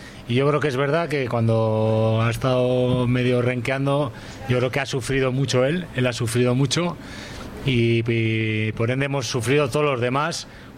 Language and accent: Spanish; Bilbao, Basque Country, Spain; yo soy de Bilbao y toda la vida en esta zona.